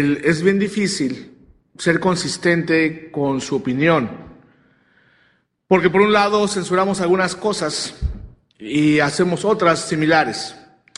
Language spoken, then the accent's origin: Spanish; Mexico; moved away; Si usted creció como yo crecí en México, sin arbolito de Navidad